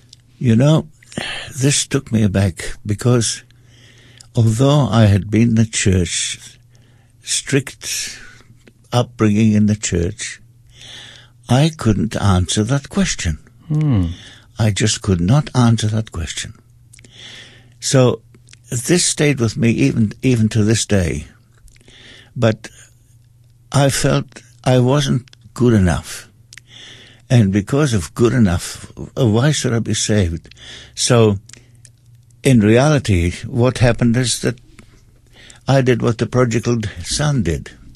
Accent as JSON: {"language": "English", "country": "Austria", "tie": "born or raised there", "also_born_or_lived": "England", "said": "I have a German background. … But although I was brought up in Austria, I also spent quite a lot of time in England."}